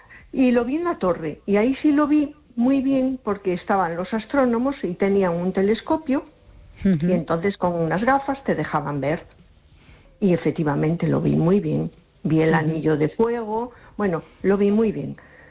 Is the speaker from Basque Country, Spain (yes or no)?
no; A Coruña, Galicia, Spain; Hola, buenas noches. … de Coruña.